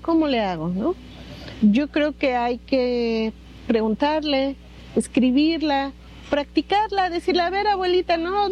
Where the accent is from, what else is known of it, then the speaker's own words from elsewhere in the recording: Veracruz, Mexico; mi cultura, mi familia, venimos de la Huasteca Veracruzana y ahí nos decían, por ejemplo, que cuando tú vas a visitar a alguien debes llevar algo.